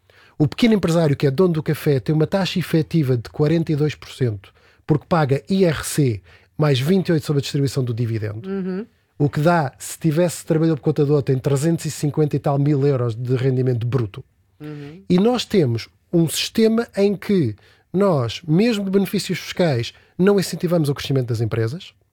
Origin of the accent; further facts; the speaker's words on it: Canada; Eu cresci no Canadá, fui imigrante, sou filho de um motorista e da senhora da limpeza. Muito daquilo que nós aprendíamos como miúdos no Canadá sobre economia era com a venda da limonada.